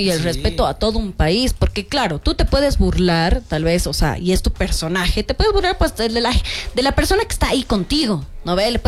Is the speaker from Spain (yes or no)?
no; Bolivia; la gente boliviana somos muy hospitalarios